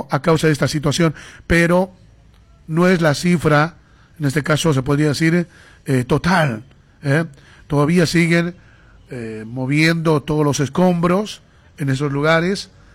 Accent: Bolivia; nuestro país Bolivia

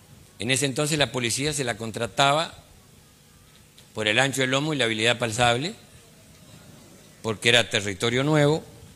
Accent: Chaco, Argentina; yo soy del Chaco.

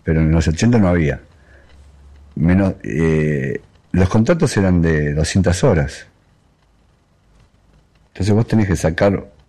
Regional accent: Buenos Aires, Argentina; born there; yo nací en Versalles.

